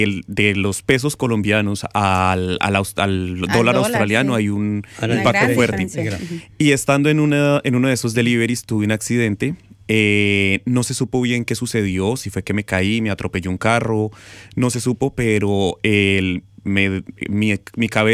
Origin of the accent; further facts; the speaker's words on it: Colombia; Colombiano.